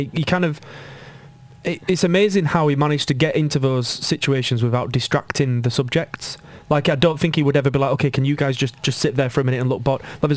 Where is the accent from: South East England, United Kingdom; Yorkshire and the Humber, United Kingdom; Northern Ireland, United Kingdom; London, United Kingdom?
Yorkshire and the Humber, United Kingdom; Wakefield; I'm from Wakefield, it's the rhubarb triangle.